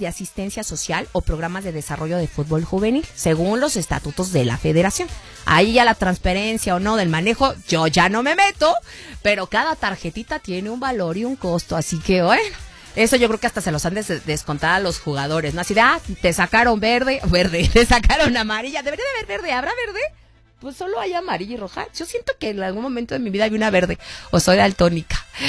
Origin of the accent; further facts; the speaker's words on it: Mexico; me hace sentir muy orgullosa como mexicana, porque se empezó a aplicar aquí en México